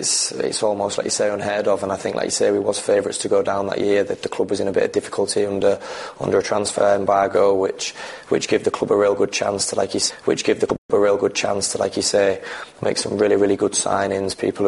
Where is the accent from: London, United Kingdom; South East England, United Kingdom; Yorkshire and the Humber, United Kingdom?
Yorkshire and the Humber, United Kingdom; Hull; All of my family are from Hull. I was brought up in Hull, and I'll never leave Hull as long as I play for Hull.